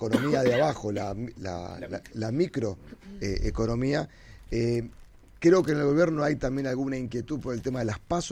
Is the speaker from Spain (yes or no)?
no; Argentina